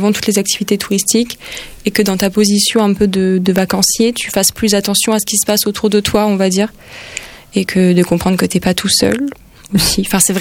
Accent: Grenoble, Auvergne-Rhône-Alpes, France; Après moi je suis allée pas mal sur place en Ariège, puis j'ai grandi à Grenoble et tout.

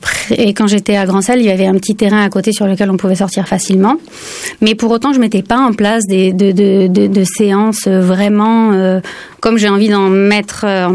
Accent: Toulouse, Occitanie, France; also born or lived in Paris; Moi j'habite Toulouse depuis l'âge de 7 ans. Je suis née à Paris mais je suis arrivée ici pour mon CE1. Et ensuite j'ai fait toute ma scolarité ici, dans le quartier de Saint-Cyprien au collège.

